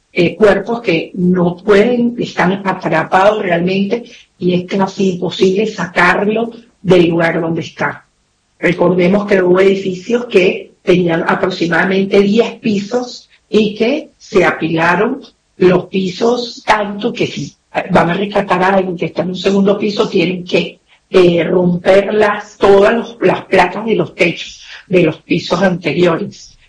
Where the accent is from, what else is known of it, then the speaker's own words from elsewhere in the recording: Venezuela; Es increíble la solidaridad que ha tenido San mi pueblo, porque yo soy venezolana